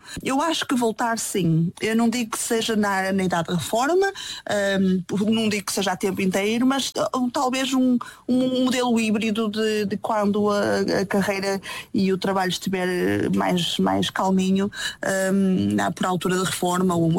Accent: Minho, Portugal; porque é o grau de festa, e como minhota faço questão de ir, os meus filhos adoram ir, e a gente está lá, passa lá tempo com os meus pais, com a minha irmã, etc.

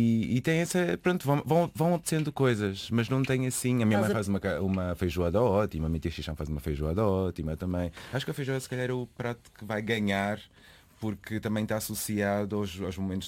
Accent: Spain; moved away; eu como cresci num seminário de padres em Espanha

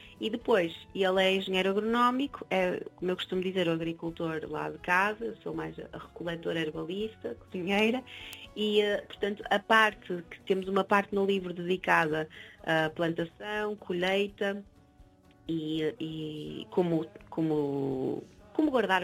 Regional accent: Amarante, Norte, Portugal; sou de Amarante também

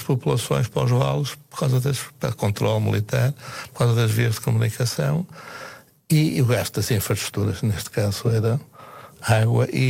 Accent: Porto, Portugal; Uma coisa que faz-me impressão, portanto, a minha família é minhota, eu sou do Porto, é ir ao Minho

